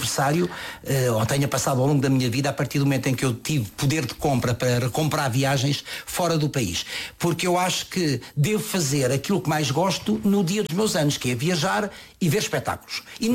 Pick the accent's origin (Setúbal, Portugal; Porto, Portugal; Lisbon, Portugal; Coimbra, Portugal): Lisbon, Portugal; born there